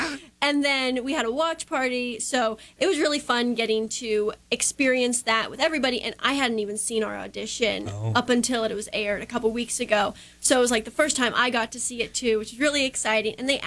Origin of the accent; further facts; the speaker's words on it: Midland, Michigan, United States; growing up in Midland, yeah. I mean, I've lived my whole entire life here.